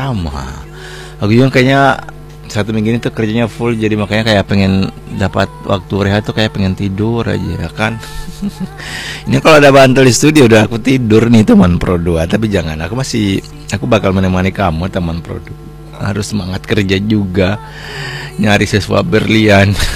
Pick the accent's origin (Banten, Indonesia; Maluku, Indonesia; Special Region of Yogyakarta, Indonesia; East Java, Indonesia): Maluku, Indonesia; Tapi kalau Kaibobo sama di kampung aku itu satu daratan di Pulau Seram, tidak jauh teman Pro 2.